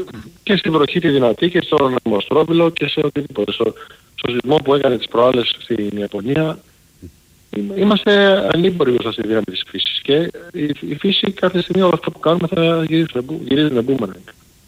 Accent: Patras, Western Greece, Greece; now in Chicago, United States; Έτυχε πέρυσι και ήμουν στην Ελλάδα, ήμουν στο χωριό μου στην Πάτρα, την περίοδο που κάει και η Πάτρα.

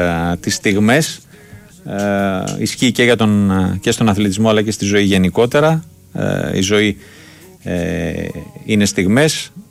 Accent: Greece; για τη χαρά που πήραμε όλοι γενικά ως Έλληνες

